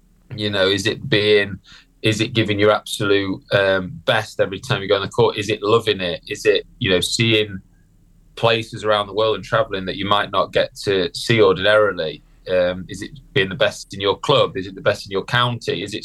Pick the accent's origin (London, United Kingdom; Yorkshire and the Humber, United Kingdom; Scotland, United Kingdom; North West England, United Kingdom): Yorkshire and the Humber, United Kingdom; Sheffield; the tournament was actually in Sheffield, which is my hometown.